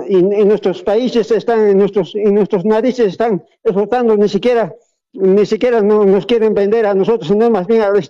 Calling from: San Benito, Cochabamba, Bolivia; Estoy llamando desde San Benito, Valle Alto, provincia de Punata

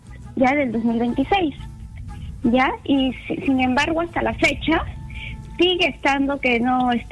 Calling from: Lima, Peru; Hablo de San Martín de Porres, de Lima. Muy aparte al caso.

